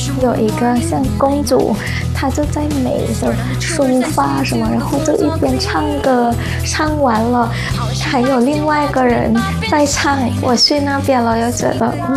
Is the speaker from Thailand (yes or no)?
yes; Thailand; Chinese is a second language; 我们从泰国来我们泰国也有这个